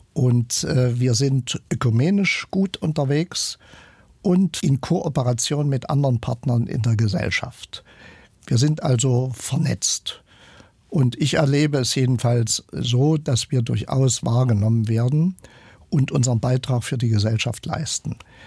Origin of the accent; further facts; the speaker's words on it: Halle, Saxony-Anhalt, Germany; Ich liebe Deutschland, bin Hallenser, ich liebe meine Heimatstadt, ich liebe Sachsen-Anhalt.